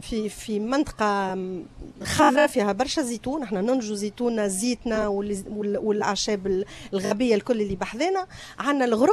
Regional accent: Tunisia; تونس نتاعنا تونس اللي انا في قلبي اللي انا تربيت بها تونس اللي انا فخوره بها نوتر انتيسيتي نوتر كولتور نوتر اي انا تونسيه وفخوره اني تونسيه

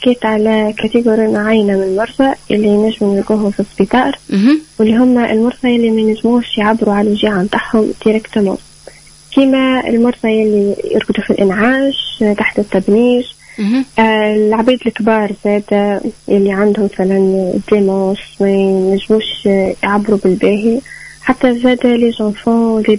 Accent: Gafsa, Gafsa Governorate, Tunisia

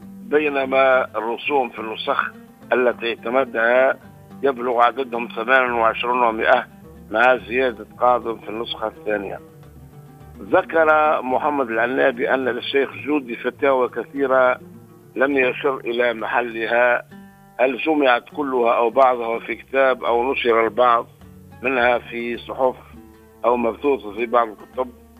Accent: Tunisia; بلادنا تونس

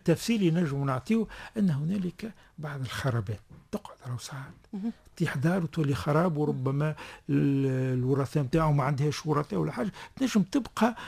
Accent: Tunis, Tunis Governorate, Tunisia; عندنا في تونس

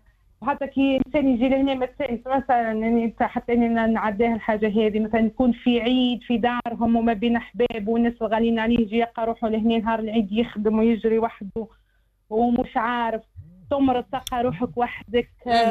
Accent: Ksour Essef, Mahdia Governorate, Tunisia; moved away as an adult; now in Italy; من قصر الساف ولاية المهدية. متخرجة في تونس، وبعد ذلك في 2007 قررت نبدل الباركور بتاعي، خرجت إيطاليا

